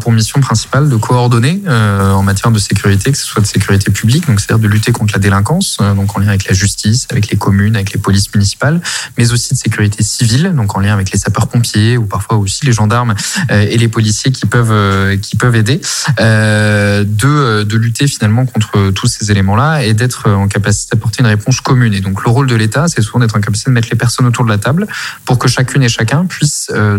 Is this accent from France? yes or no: yes; Nouvelle-Aquitaine, France; moved away as an adult; also born or lived in Dordogne; now in Hérault, France; Je suis originaire de la Nouvelle-Aquitaine et plus précisément de la région bordelaise et donc j'ai pu y faire mes études notamment de lettres